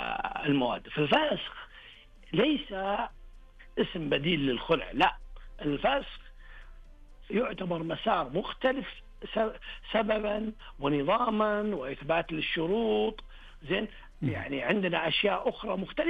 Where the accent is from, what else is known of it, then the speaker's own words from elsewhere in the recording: Saudi Arabia; الآن احنا كعوائل الحمد لله عرب ومسلمين وسعوديين،